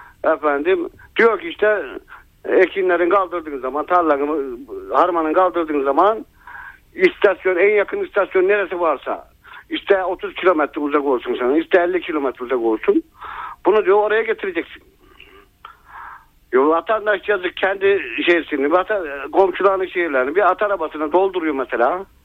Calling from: Kütahya, Turkey; ben Kütahya'dan arıyorum

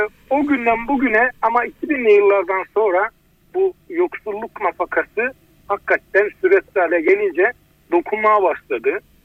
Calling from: Manisa, Turkey; Manisa'dan arıyorum.

